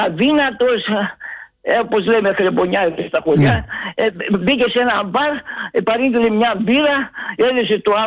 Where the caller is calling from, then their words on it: Athens, Attica, Greece; από Παγκράτη.